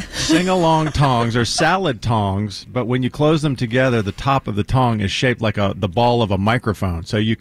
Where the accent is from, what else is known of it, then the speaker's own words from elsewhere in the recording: Nashville, Tennessee, United States; moved away; Nashville. Oh. My hometown. But then when I moved away